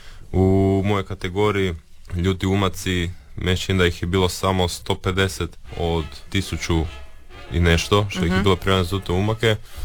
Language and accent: Croatian; Istria County, Croatia; kod nas u Istri